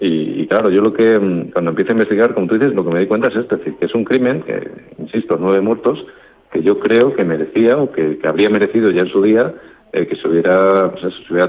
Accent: Extremadura, Spain; Yo soy extremeño, como decías, de la Sierra de Gata. Estoy, digamos, lejos de La Serena, lejos de Puerto Urraco.

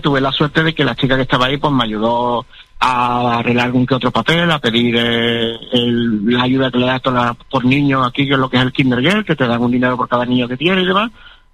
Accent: El Puerto de Santa María, Andalusia, Spain; Soy del Puerto Santa María.

